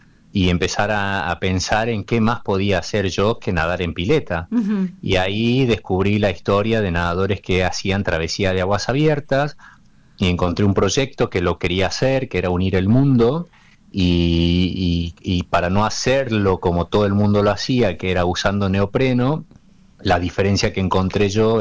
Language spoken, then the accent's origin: Spanish; Tucumán, Argentina; Yo que soy tucumano, ¿dónde nadás en aguas frías en Tucumán?